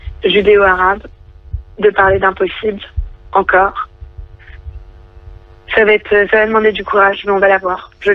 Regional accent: France; born there; moi je suis née en France.

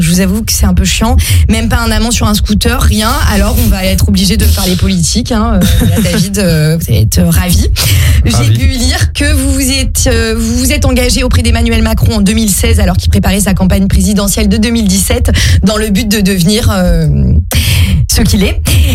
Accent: Switzerland; je suis pas indécis, je suis suisse

